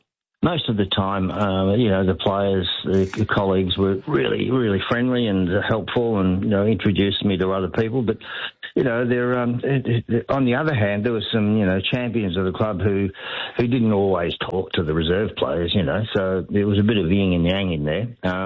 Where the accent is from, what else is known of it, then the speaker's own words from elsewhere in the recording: Box Hill, Victoria, Australia; I just turned up and said, here I am, I come from Box Hill, and I want to have a crack at this.